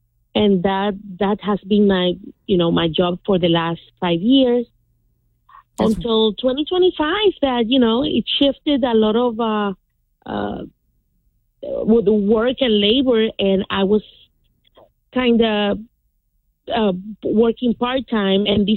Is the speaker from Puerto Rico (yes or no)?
yes; Puerto Rico; moved away as an adult; now in Tampa, United States; So I came from Puerto Rico when I was 19, and I've always lived in the area of University area in Tampa.